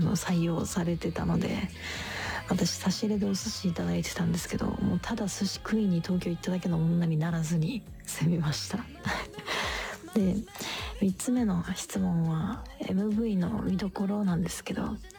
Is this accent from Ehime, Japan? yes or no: yes; Ehime, Japan; 私は愛媛県出身の23歳で、